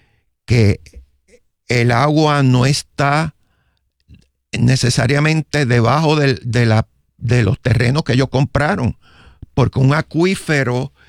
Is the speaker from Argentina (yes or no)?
no; Puerto Rico; Es que yo nací y me crié aquí. Así que yo soy puertorriqueño. Lo que pasa es que mis abuelos vinieron de Suecia. Pero inclusive mi papá nació aquí.